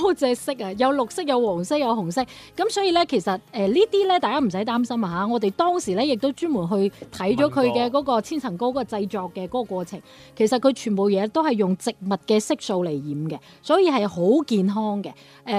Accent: Guangzhou, Guangdong, China; accent: Cantonese; 翻譯成呢我們廣州話就叫做乾撈麵

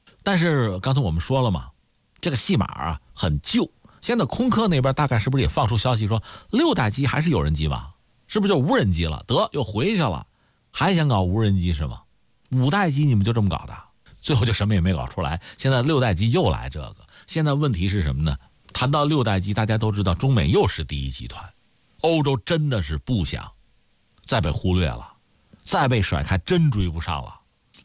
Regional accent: China

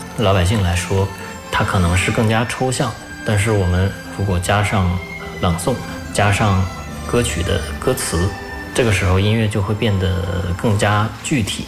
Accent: China; 我们中国人

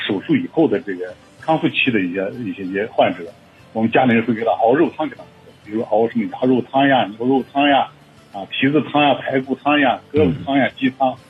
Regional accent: Xinjiang, China; 我们新疆人在中午12点到12点半左右可能会有稍微有点的感觉饿

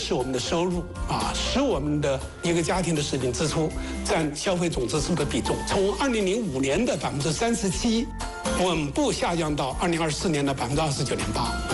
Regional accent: China; 我们中国人的饭碗将担得更牢

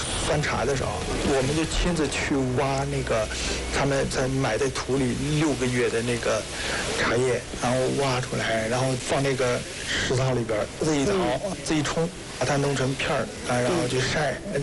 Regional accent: Myanmar; 我们缅甸那边的这个潜意识里边，卖花不可能有这么大，像个大商场那种。

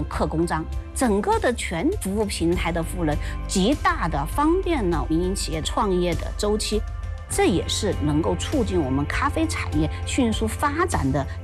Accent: Guizhou, China; 我们贵州话来说是会容易熄火的

